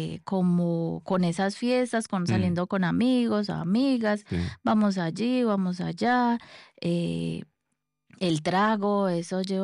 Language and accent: Spanish; Colombia; Soy de Colombia.